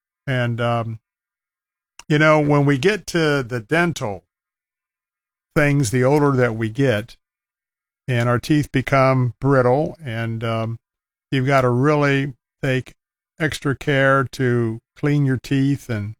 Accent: Florida, United States; if you were like me and you were born and raised in Florida, and if you were an outdoors type of person like I was

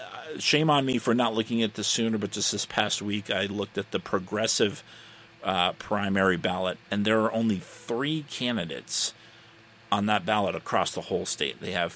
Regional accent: Brandon, Vermont, United States; my hometown of Brandon, Vermont.

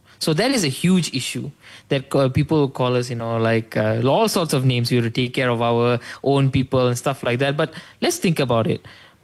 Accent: Malaysia; I'm a Malaysian politician too.

